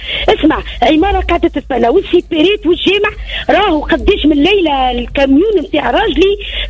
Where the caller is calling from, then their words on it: Tunisia; احنا في بوزيان، معناها في الرمبوا 4 كيلومتر معناها على البلاد.